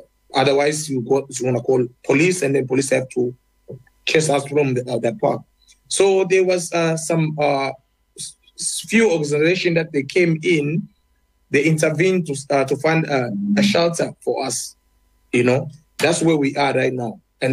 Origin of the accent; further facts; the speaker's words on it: DR Congo; As I said, you know, it's as a government, especially I'm from Congo, from DRC. There's a war.